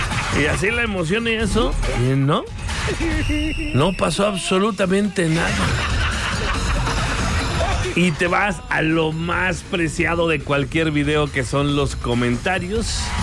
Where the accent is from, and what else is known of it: Mexico